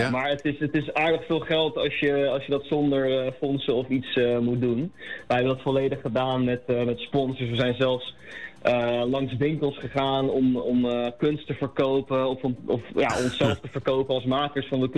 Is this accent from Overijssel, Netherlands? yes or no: no; Leiden, South Holland, Netherlands; Nee, het is, ik kom zelf uit Leiden.